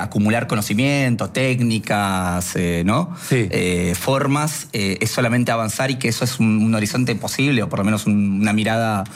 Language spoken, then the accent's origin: Spanish; Bolivia; first language Quechua; Spanish is a second language; now in Argentina; Ñaupac está en mi idioma materno, quechua. Sí. Yo soy inmigrante boliviano, sí. Y mis padres tienen ese idioma incorporado